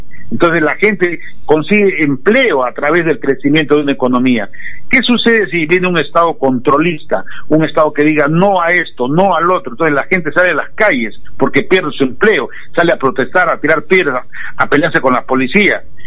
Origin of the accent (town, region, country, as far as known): Peru